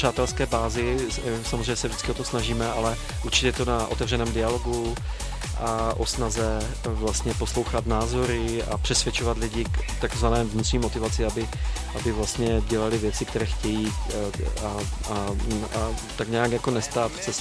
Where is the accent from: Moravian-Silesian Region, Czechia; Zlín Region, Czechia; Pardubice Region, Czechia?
Moravian-Silesian Region, Czechia; Ostrava; jsem studoval vlastně na Ostravské univerzitě, jsem z Ostravy